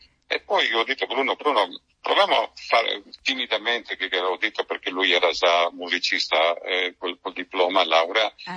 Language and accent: Italian; Gallesano, Istria County, Croatia; first language Istriot (Gallesano dialect); L'istrioto calesianese, per dire, la mia lingua madre, mi la parlo ogni giorno in galesianese.